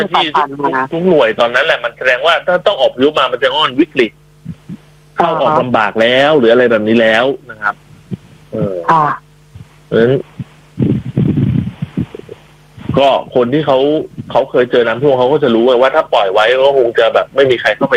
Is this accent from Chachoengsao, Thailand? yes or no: yes; Chachoengsao, Thailand; born there; ผมเป็นคนเกิดน่าจะเป็นภูมิลำเนาเกิดเลยแหละเกิดที่ฉะเชิงเทราเนี่ยแหละ